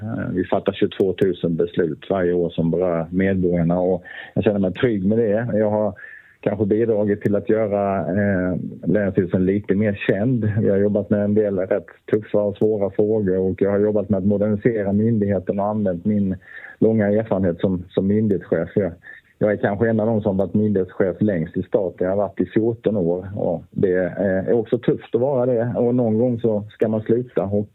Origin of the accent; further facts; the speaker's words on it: Halland County, Sweden; born there; now in Stockholm, Sweden; Det har varit en fantastiskt för mig att få bo i mitt hemlän i några år. Jag kommer att återvända till att flytta tillbaka till Stockholm eftersom jag har min familj, min fru, mina barn och barnbarn där. Men Halland är i mitt hjärta